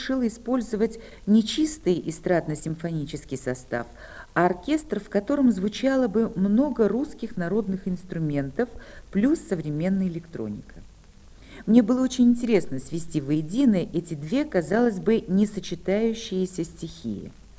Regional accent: Volgograd, Volgograd Oblast, Russia; этого года отмечалась одна из самых больших военных дат – 40-летие победы под Сталинградом. Это мой родной город, там мои корни, там я жила, училась.

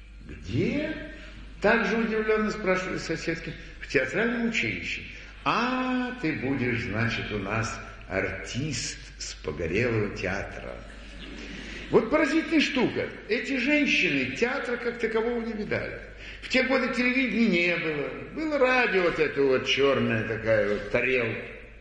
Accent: Omsk Oblast, Russia; moved away as an adult; also born or lived in Tara; now in Moscow, Russia; Я сам из Сибири, из Омской области. И когда я в 47-м, 48-м, 49-х годах учился в театральном училище в Москве и приезжал в городок Тара, где жили мои родители

